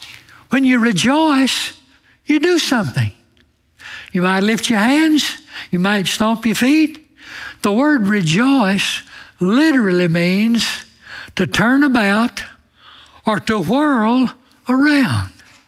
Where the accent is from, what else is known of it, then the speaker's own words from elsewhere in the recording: Alabama, United States; I'm from Alabama, and that's an Alabama phrase for spill.